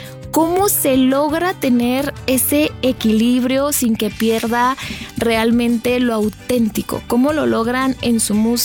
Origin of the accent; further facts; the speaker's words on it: Chihuahua, Mexico; Somos de Chihuahua